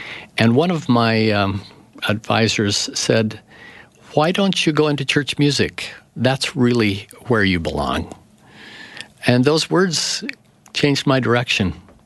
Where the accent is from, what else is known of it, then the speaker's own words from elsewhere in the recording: Spanish Fork, Utah, United States; moved away as an adult; also born or lived in Los Angeles; my hometown, Spanish Fork